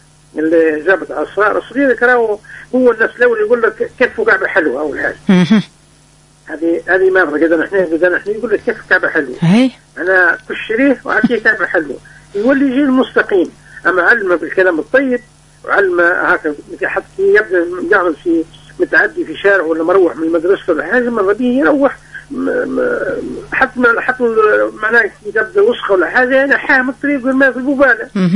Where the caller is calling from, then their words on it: Ben Gardane, Medenine, Tunisia; من بن قردان.